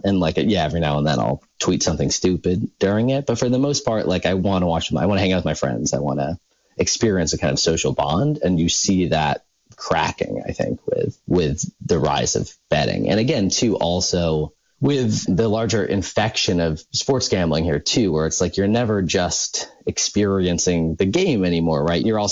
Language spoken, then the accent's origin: English; Elmira, New York, United States; I'm from Elmira, New York, so I like the Bills, I like the Knicks, right? You know, I'm Irish and depressed